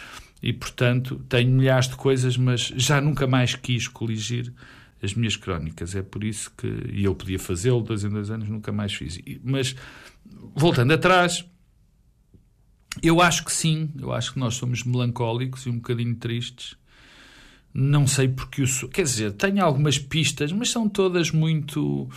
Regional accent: Portugal; Eu, por exemplo, nasci no Estado Novo

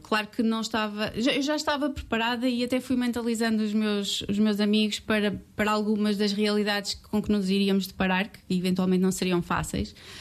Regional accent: Aveiro, Centro, Portugal; also born or lived in Porto; Nasci cá, estudei no Porto, na altura da universidade, mas sempre estive em Aveiro.

